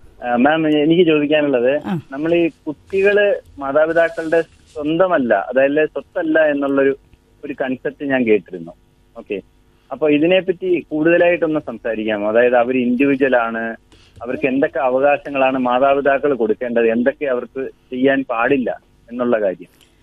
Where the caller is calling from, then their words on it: Lucknow, Uttar Pradesh, India; ഞാൻ ലക്നൌവിൽ നിന്നാണ് വിളിക്കുന്നത്